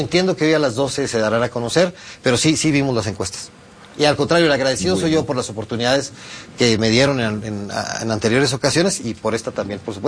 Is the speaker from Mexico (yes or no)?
yes; Mexico; y entonces somos orgullosamente mexicanos, por supuesto